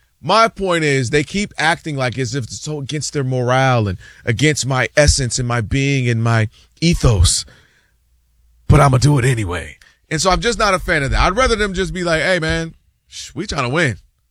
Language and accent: English; Ann Arbor, Michigan, United States; Go Blue. I'm born and raised in Ann Arbor.